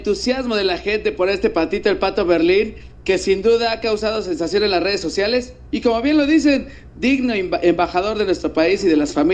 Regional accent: Mexico

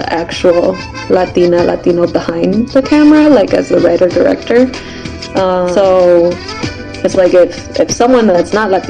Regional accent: Mexico; now in Los Angeles, United States; mexicana aquí en Los Angeles.

